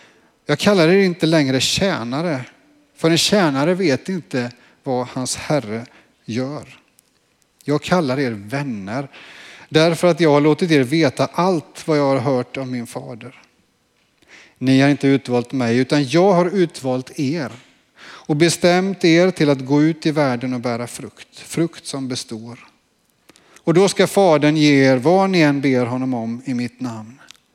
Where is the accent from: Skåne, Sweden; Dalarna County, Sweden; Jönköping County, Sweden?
Jönköping County, Sweden; Jönköping; jag växte upp i Jönköping, är det som då hette Missionskyrkan, det som nu heter Ekumeniakyrkan.